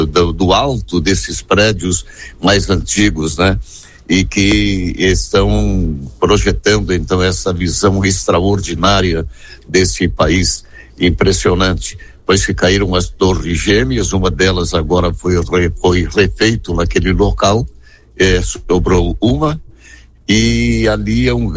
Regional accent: Marau, Rio Grande do Sul, Brazil; Sou, minha cidade é Marau, Rio Grande do Sul.

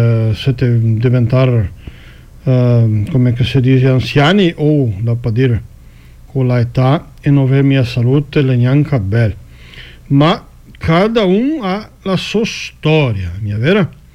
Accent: São João do Sul, Santa Catarina, Brazil; sono di San John do Sul Santa Catarina.

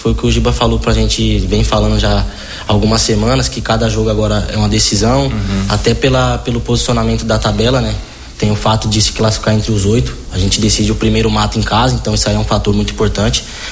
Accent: São Paulo, Brazil; now in Marau, Brazil; Eu sou de São Paulo.

